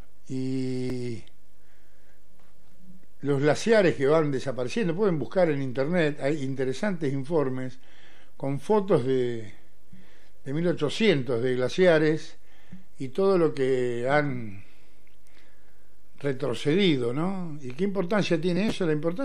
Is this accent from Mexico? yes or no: no; Argentina; Los argentinos, que tenemos una historia formidable de lucha, ¿no?